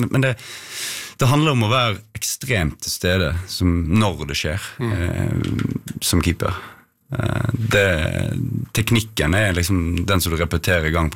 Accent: Odda, Vestland, Norway; når jeg vokste opp i Odda, så fantastisk plass å vokse opp. Trygt, godt, nærmeste nabo til fotballbanen.

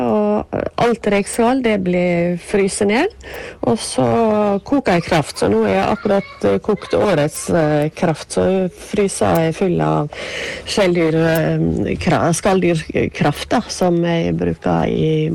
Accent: Møre og Romsdal, Norway; jeg er så heldig at jeg bor i et område som er mye mer stabilt enn hjemme på Sunnmøre.

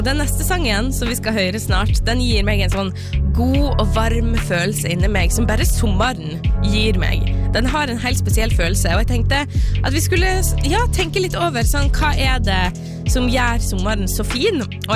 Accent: Nordfjordeid, Vestland, Norway; Kjøreturer hjemme på Nordfjordeid.

